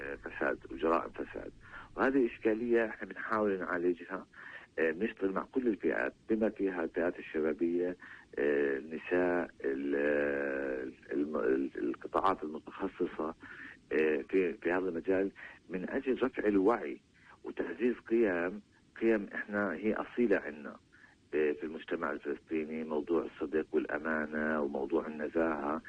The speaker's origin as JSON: {"language": "Arabic", "country": "Palestine", "said": "إحنا مجتمع فلسطيني"}